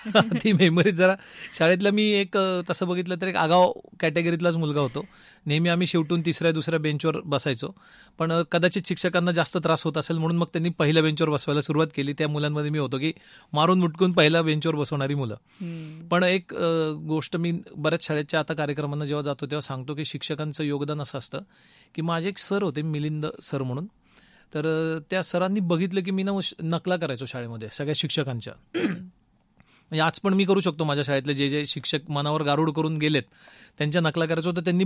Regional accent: Ahilyanagar, Maharashtra, India; माझं बालपण अहिल्यानगरमध्येच गेलं, पण भिंगर लांब यादी राहायचो. माझे वडील बँक ऑफ इंडियामध्ये सर्व्हिस करायचे, तर भिंगर साईडला मी राहिलोय

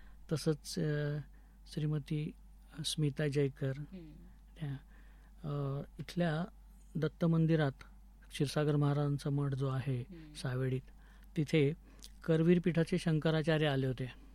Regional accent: Ahmednagar, Maharashtra, India; also born or lived in Khandesh; जवळजवळ 60 वर्ष मी या शहरात, मी आता लहानचा मोठा झालो

